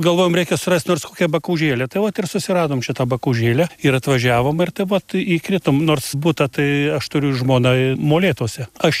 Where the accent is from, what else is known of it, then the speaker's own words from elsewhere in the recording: Seredžius, Tauragė County, Lithuania; moved away as an adult; also born or lived in Vilnius; now in Jukniškiai, Lithuania; Seredžiui gimiau, užaugau, su žmona Seredžiui gyvenam, pasistatėm namus, paskui prasidėjo nepriklausomybė, papuolėm į Vilnių